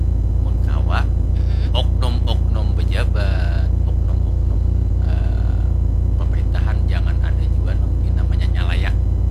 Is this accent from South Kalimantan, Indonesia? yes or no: yes; Banjarmasin, South Kalimantan, Indonesia; Nah, sebaiknya kita orang Banjar, baik itu masyarakatnya kah atau pemerintahannya kah, diharapkan memaksimalkan untuk menjaga lingkungan lagi. Baik itu sungai, karena kota kita Banjarmasin ini adalah kota sungai.